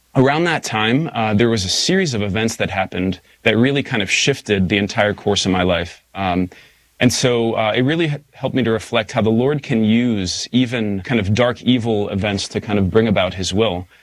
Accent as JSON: {"language": "English", "town": "Pittsburgh", "region": "Pennsylvania", "country": "United States", "tie": "born or raised there", "also_born_or_lived": "Saudi Arabia", "said": "family moved to Saudi Arabia. And then when I was eight, we moved to Pittsburgh, Pennsylvania. And so I grew up in Pittsburgh, had a really good childhood and a loving family. Grew up Catholic, going to church every week."}